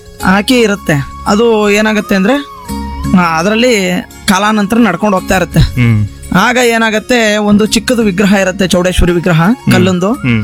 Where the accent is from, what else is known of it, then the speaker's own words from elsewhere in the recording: Sargur, Karnataka, India; ನಾವು ಸಂತೆ ಸರಗೂರು ನಿವಾಸಿಗಳು, 10ನೇ ವಾರ್ಡು, ತೊಗಟವೀರ ಸಮಾಜ.